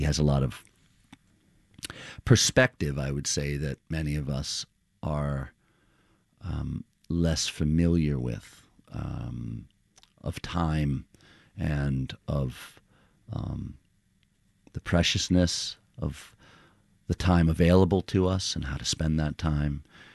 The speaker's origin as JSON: {"language": "English", "town": "Queens", "region": "New York", "country": "United States", "tie": "born or raised there", "said": "I think part of what drew me to this is an understanding of how, in growing up in Queens, it's not that dissimilar"}